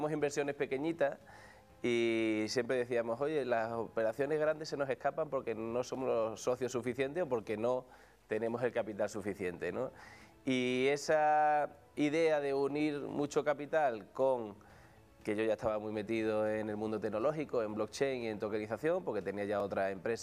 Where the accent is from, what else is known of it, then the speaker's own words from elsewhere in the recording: Huelva, Andalusia, Spain; Yo soy de una ciudad pequeña, soy de Huelva